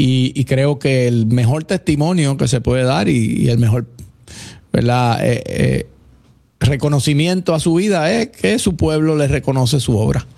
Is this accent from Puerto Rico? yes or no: yes; San Lorenzo, Puerto Rico; yo soy de San Lorenzo, pero mi familia básicamente es de Caguas